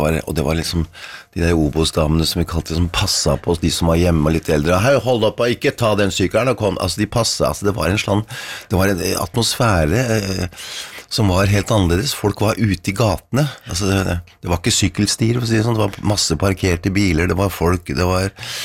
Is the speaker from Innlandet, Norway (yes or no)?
no; Oslo, Norway; Jeg er fra Torshov